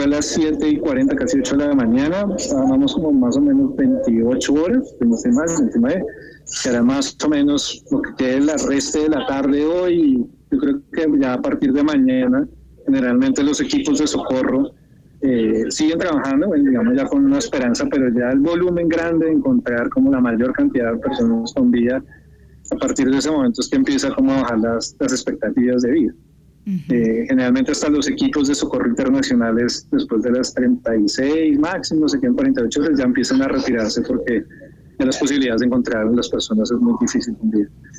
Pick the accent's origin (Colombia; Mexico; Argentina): Colombia; como colombianos, independiente de derecha e izquierda, hay que salir a ayudar, a apoyar